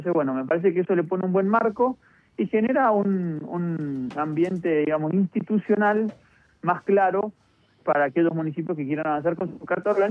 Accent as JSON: {"language": "Spanish", "region": "Mendoza", "country": "Argentina", "said": "De vuelta, a mí como ciudadano, como mendocino y como ministro en una provincia, me interesa que la justicia actúe"}